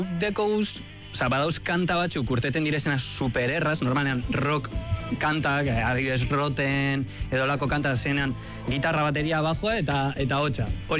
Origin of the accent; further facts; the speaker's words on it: Gorliz, Basque Country, Spain; hogeita sortzi urte, Gorlizekoa, ez Ordizi, Gorliz, Gorliz Bizkaia, Bilbondoan.